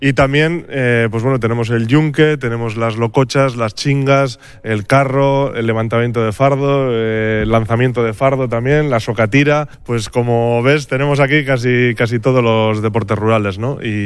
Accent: Bilbao, Basque Country, Spain; Yo soy de Bilbao y yo tuve la suerte de poder ir a la zona rural

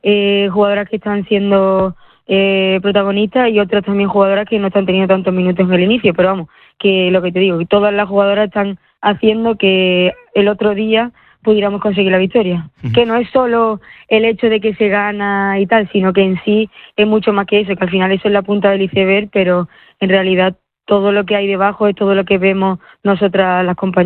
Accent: Málaga, Andalusia, Spain; moved away; me encanta el calor, porque soy de Málaga.

